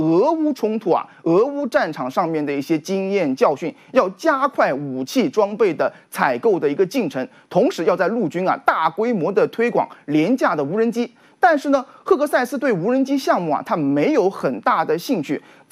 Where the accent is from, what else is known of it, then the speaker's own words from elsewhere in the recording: China; 那可以说啊，用我们中国人的话来说，可以说根正苗红。